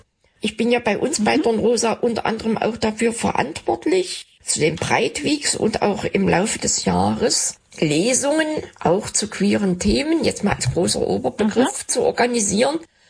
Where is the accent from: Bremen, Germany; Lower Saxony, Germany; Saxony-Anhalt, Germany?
Saxony-Anhalt, Germany; Halle; Ich liebe ja meine Heimatstadt auch sehr. Und bis jetzt ist dieses Angebot eigentlich ganz gern angenommen worden, dass ich da einfach mal meine Heimatstadt zeige, weil wir haben wirklich einige Besonderheiten.